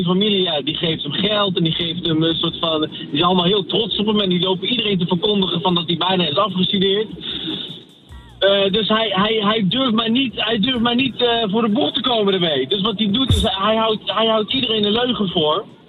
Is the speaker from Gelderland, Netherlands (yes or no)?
no; North Brabant, Netherlands; Maar ik ben zelf ook uit Brabant.